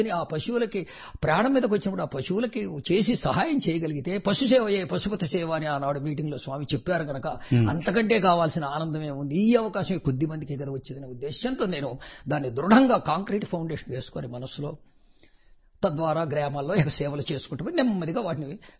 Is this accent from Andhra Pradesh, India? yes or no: yes; Pattipadu, Andhra Pradesh, India; మా స్వగ్రామం గుంటూరు దగ్గర పత్తిపాటులో.